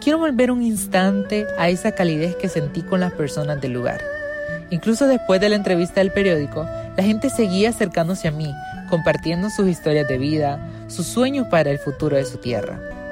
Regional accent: El Salvador; moved away as an adult; now in China; Como joven salvadoreño en China

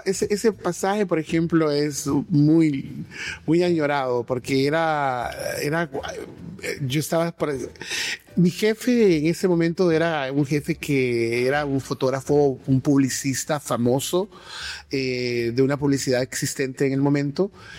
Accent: Santa Ana, El Salvador; en mi caso, desde mi niñez en Santa Ana

